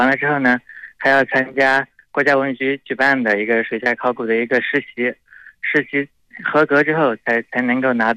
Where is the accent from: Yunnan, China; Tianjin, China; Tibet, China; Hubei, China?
Yunnan, China; moved away as an adult; now in Guangdong, China; 我老家云南的。